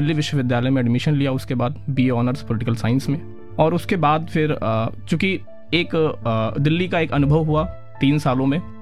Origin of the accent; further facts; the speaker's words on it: Gonda, Uttar Pradesh, India; moved away as an adult; now in Delhi, India; ये शुरुआत गोंडा से हुई, गोंडा जन्म स्थान रहा है, गोंडा मेरी शुरुआती जो पढ़ाई लिखाई है वो गोंडा की हुई, और गोंडा में भी पर्टिकुलरली अगर मैं बात करूँ तो मैं जिस क्षेत्र से बिलोंग करता हूँ वो है बेलसर।